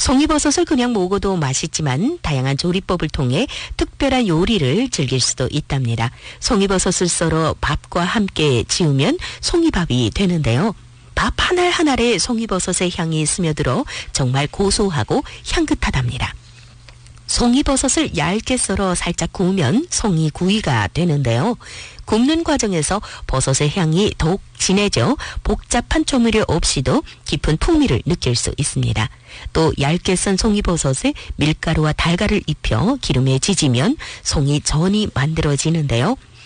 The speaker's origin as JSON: {"language": "Korean", "area": "Yanbian", "region": "Jilin", "country": "China", "tie": "born or raised there", "said": "우리 고향 연변의"}